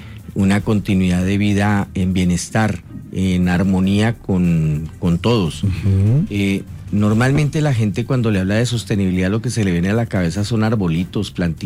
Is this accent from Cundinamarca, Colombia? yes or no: yes; Mosquera, Cundinamarca, Colombia; born or raised there; also born or lived in La Vega; now in Mexico